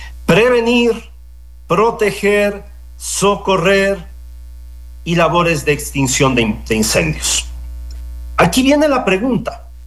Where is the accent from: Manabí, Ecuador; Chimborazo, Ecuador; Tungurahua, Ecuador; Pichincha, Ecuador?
Chimborazo, Ecuador; Riobamba; la respuesta es muy, muy fácil de realizar para quienes somos de Riobamba o quienes tenemos un contacto con Riobamba.